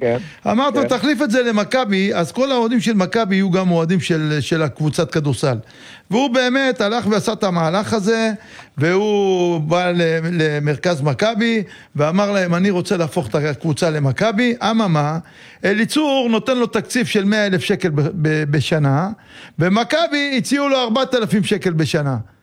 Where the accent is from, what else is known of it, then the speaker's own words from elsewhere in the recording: Netanya, Central District, Israel; אצלנו בנתניה